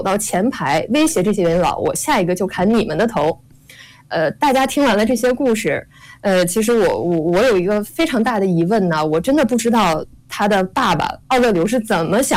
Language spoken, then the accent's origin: Chinese; Northeast China, China; 我作为一个东北人啊